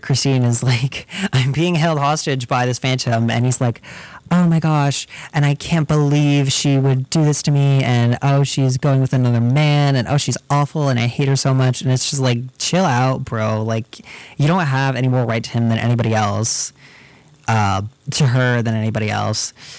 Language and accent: English; United States; as an American